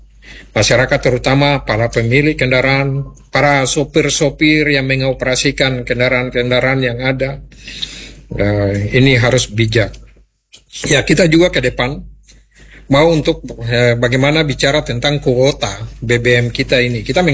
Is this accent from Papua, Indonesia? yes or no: yes; Biak, Papua, Indonesia; kita orang Biak